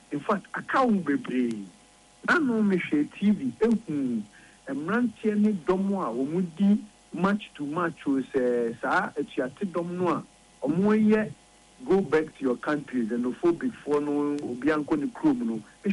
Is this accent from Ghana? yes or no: yes; Ghana; I personally as a Ghanaian I am not happy with the things that are happening